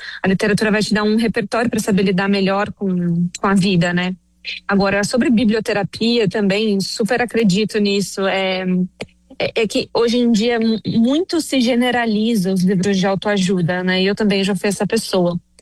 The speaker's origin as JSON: {"language": "Portuguese", "country": "Brazil", "said": "eu acho que é preciso ler Laços de Família, da Clarice Lispector, que somos brasileiros."}